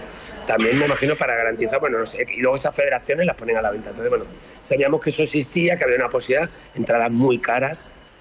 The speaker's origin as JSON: {"language": "Spanish", "country": "Spain"}